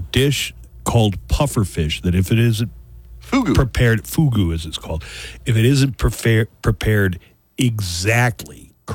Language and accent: English; United States; I'm an American.